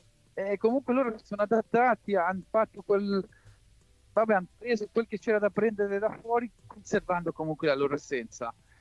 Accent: Geneva, Switzerland; io ricordo che comunque io sono cresciuto a Ginevra

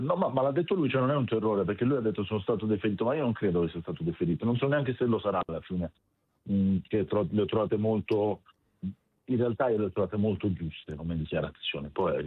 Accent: Ravenna, Emilia-Romagna, Italy; Però io sono da Ravenna, mi aspetto un bel campionato, ecco.

